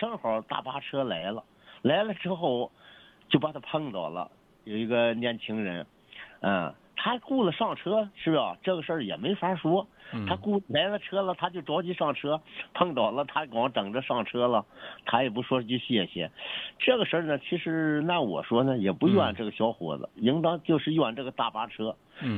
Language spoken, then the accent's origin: Chinese; Xiong'an, Hebei, China; now in Changji, China; 因为我跑过北京客车，我们老家雄安跑北京木樨园的客车。